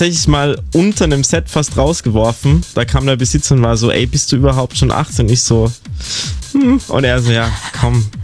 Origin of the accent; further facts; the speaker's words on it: Tyrol, Austria; now in Berlin, Germany; und ich komme ja aus Tirol, Österreich, da ist der Winter...